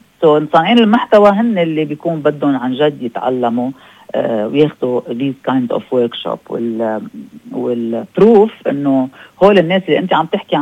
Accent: Lebanon; also born or lived in Canada; now in United States; أنا أول شيء خلقت هوني كيندا بكندا. ليش بدي أقلبها كيندا كندية لبنانية منا أمريكية؟

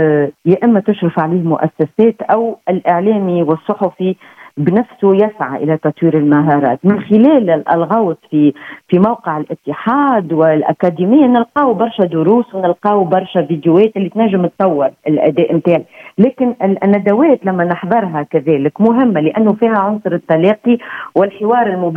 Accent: Tunisia; بالنسبة لي كصحفية تونسية أكيد انطباعي أولا أنه أنا سعيدة بأن بلدي تونس

